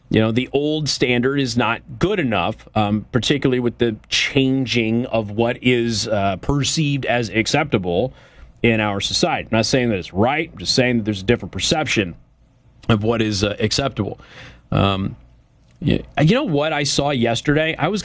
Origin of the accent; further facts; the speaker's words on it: Las Vegas, Nevada, United States; moved away; Now, I come from Las Vegas.